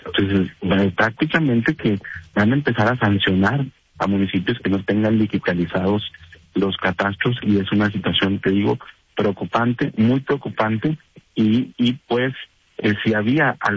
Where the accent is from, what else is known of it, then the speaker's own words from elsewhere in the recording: Durango, Mexico; yo soy originario de Durango.